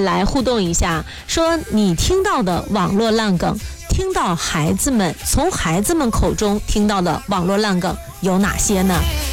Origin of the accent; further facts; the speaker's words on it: Northeast China, China; accent: Northeastern (Dongbei) dialect; 可能就是像我们东北方言一样，这个六六六既可以是表扬也可以是讽刺